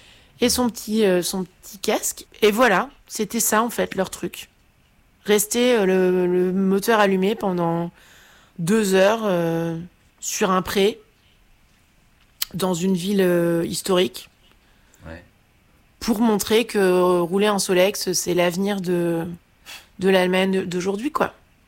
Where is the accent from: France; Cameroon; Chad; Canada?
France; Caen, Normandy; C'est que moi, je viens de Caen, en fait.